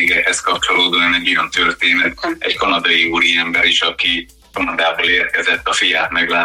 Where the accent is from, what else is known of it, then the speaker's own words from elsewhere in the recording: Nyárlőrinc, Bács-Kiskun, Hungary; ugye én nyárlőrincsel nevelkedtem, tehát nagyon sok nyárlőrinci terméket is árulunk